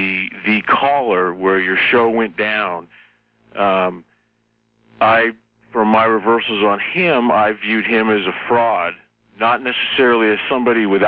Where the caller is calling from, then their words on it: Grass Valley, California, United States; Grass Valley, California.